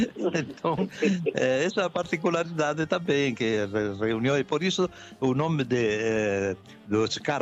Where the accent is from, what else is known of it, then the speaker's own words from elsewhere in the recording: São Paulo, Brazil; Eu sou de São Paulo, sim.